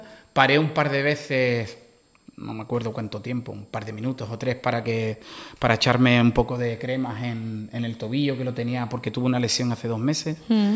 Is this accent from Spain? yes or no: yes; Algeciras, Andalusia, Spain; moved away as an adult; now in Canary Islands, Spain